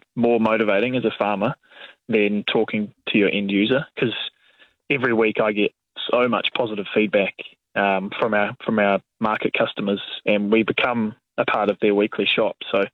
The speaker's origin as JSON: {"language": "English", "region": "Wellington", "country": "New Zealand", "tie": "born there", "said": "I guess growing up here, I got used to a bit of the city life, so I enjoy those comforts, but I also enjoy being out in the back of the farm by myself with no one around"}